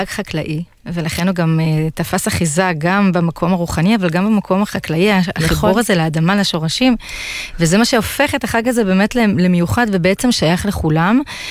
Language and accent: Hebrew; Beit She'an, Northern District, Israel; moved away; גם גדלתי בצפון, בבית שען, עמק חם, וחם תרתי משמע.